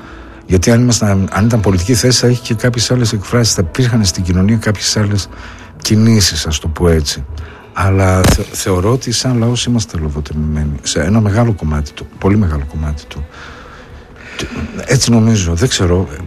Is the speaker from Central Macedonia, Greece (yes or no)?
yes; Thessaloniki, Central Macedonia, Greece; Χαριλάου. Χαριλάου, σε μια εποχή που το Χαριλάου ήταν του Χαρίλαου